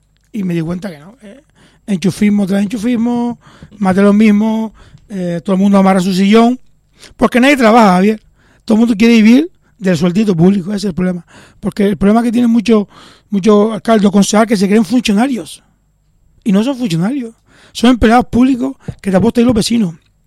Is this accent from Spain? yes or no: yes; Las Palmas, Canary Islands, Spain; Yo soy de Las Palmas y mira, nos llevamos bien.